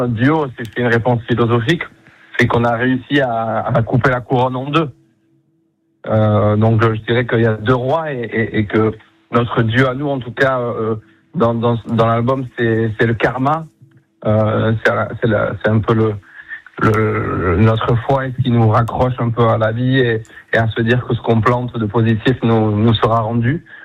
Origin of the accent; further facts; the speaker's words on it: Toulouse, Occitanie, France; chez nous à Toulouse